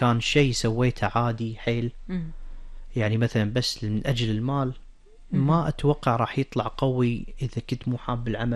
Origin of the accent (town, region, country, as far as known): Kuwait